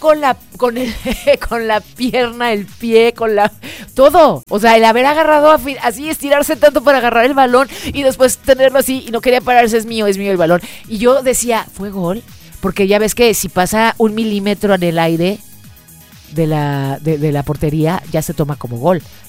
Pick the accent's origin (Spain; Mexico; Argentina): Mexico; en mi defensa mexicana, o sea, yo hablando como mexicana